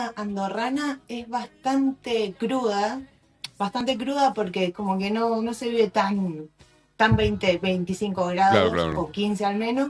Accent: Río Negro, Argentina; Soy de Río Negro, no de Maquinchao, pero las rocas.

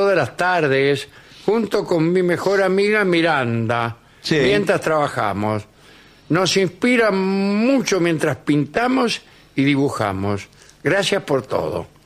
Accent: Posadas, Misiones, Argentina; moved away as an adult; now in Australia; de Posadas Misiones, trabajando en Australia.

